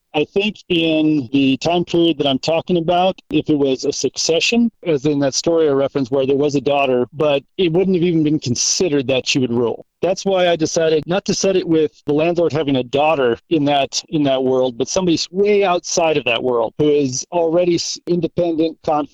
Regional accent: Payson, Arizona, United States; also born or lived in Phoenix; now in Four Corners area, United States; I was born in Phoenix, raised in a little town about an hour north of there called Payson.

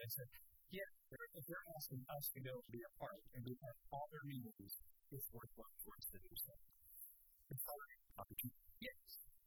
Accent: New Mexico, United States; they know that I'm from New Mexico

